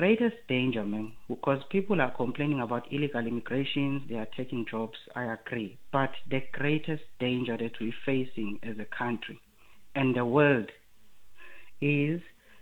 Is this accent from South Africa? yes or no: yes; South Africa; I'm a South African. I'm still young.